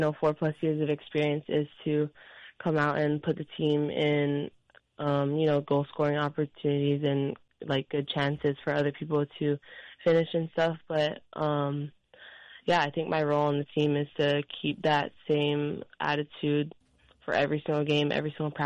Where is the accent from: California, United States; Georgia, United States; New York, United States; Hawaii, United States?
Hawaii, United States; moved away as an adult; come home and represent my home state and my hometown